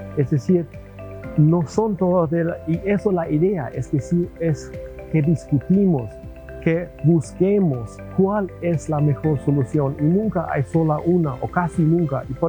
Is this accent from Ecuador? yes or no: no; Paraguay; también como paraguayos